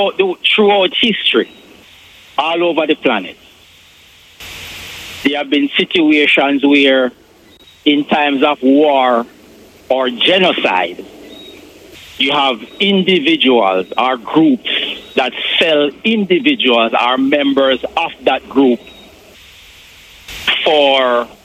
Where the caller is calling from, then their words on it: Jamaica; we call ourselves Jamaican, although we're blue-black.